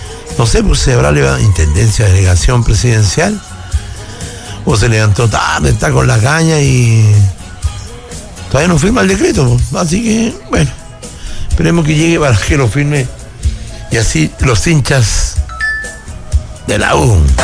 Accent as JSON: {"language": "Spanish", "region": "Antofagasta", "country": "Chile", "said": "Así somos los antofagastinos"}